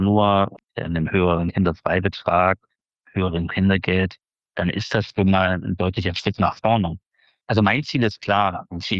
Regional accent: Jena, Thuringia, Germany; Wenn ich mir überlege, aus meiner Heimatstadt Jena fliegen Sensoren zum Mond oder zum Mars.

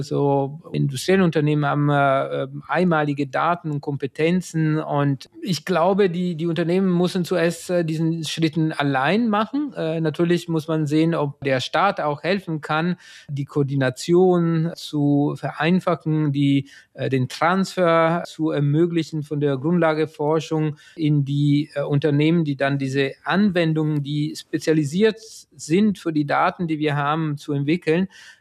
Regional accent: Italy; moved away

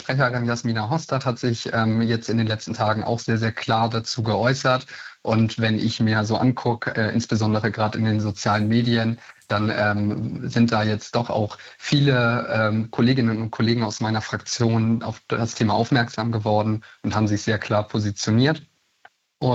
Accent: Schleswig-Holstein, Germany; schafft es Nordfriesland, da wo ich herkomme, zumindest schon mal 28% Rückgriffquote zu erreichen.

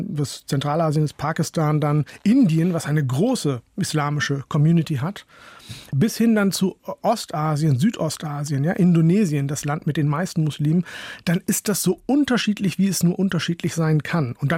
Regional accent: Northern Germany, Germany; Tatsächlich komme ich aus Holland-Wielen, fleht aus einem Dorf in Norddeutschland

